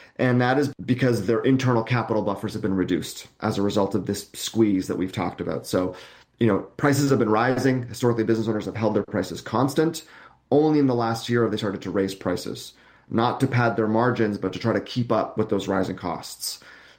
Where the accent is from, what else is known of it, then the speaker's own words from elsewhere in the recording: Canada; as a Canadian